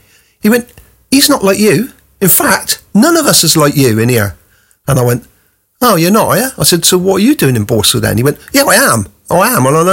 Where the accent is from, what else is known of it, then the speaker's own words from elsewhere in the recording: Plymouth, South West England, United Kingdom; also born or lived in Bristol; I was born in Bristol. Moved away when I was five because mum, dad had six children, and me dad died when I was five. So. Then we moved down to Plymouth because my mum had some relatives down here.